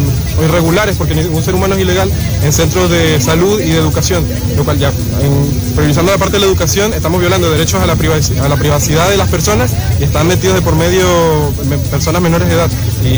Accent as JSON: {"language": "Spanish", "country": "Venezuela", "said": "Yo soy venezolano"}